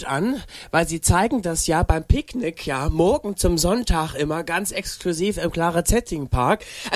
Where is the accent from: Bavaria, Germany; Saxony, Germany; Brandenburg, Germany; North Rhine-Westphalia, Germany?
Saxony, Germany; Leipzig; als Leipziger, die ganzen Leute kommen nach Leipzig.